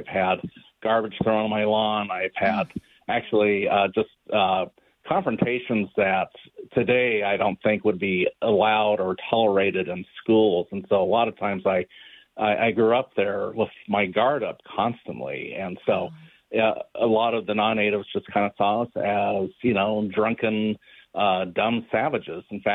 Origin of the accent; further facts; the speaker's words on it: Lewiston, Idaho, United States; He was a sports and feature reporter for the Lewiston Morning Tribune in my hometown of Lewiston, Idaho.